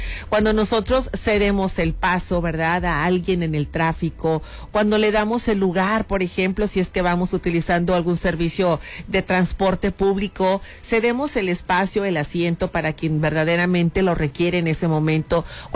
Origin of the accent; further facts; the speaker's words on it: Mexico; porque somos mexicanos